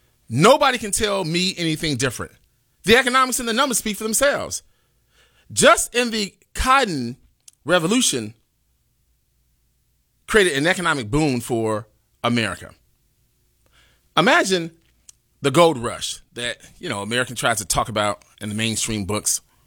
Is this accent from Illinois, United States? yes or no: yes; Chicago, Illinois, United States; I said, I'm from Chicago.